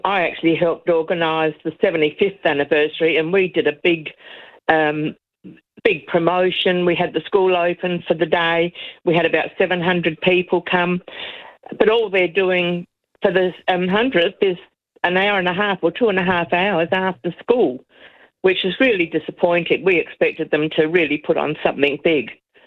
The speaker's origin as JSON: {"language": "English", "town": "Ferradine Park", "region": "South Australia", "country": "Australia", "tie": "born or raised there", "said": "I was brought up in Ferradine Park in South Australia, probably about 10 kilometres from the city. I now live about 6 kilometres from Ferradine Park."}